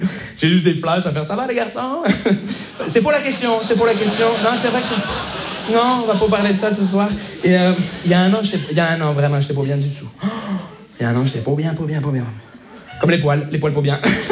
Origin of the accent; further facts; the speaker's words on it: Montreal, Quebec, Canada; Bonjour, je me présente … je viens de Montréal.